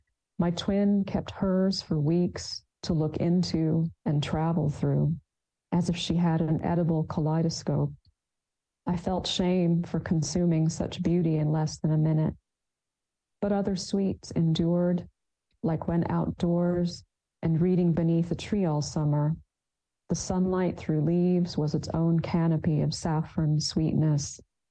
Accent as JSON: {"language": "English", "town": "Jeddah", "region": "Makkah Province", "country": "Saudi Arabia", "tie": "born or raised there"}